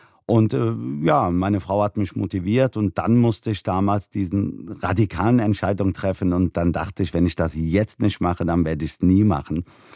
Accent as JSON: {"language": "German", "country": "Germany", "said": "wenn ich gefragt werde, wo ich herkomme, sage ich immer, ich bin Deutscher"}